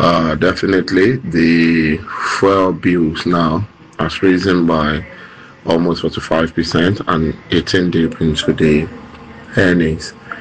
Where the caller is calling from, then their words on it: Lagos, Nigeria; I'm from Lagos, Nigeria.